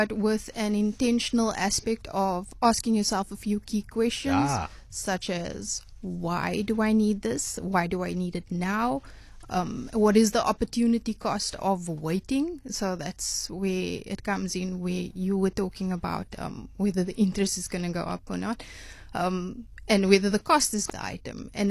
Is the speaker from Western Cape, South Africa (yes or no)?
yes; Cape Town, Western Cape, South Africa; I'm from the Cape Flats